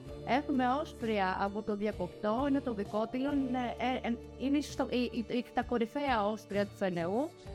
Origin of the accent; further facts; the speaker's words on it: Athens, Attica, Greece; now in Ligia, Greece; Εγώ είμαι από Αθήνα. Η καταγωγή μου ήταν Θρακομακεδόνη. Στα τελευταία 16 χρόνια μένουμε στη Λιγιά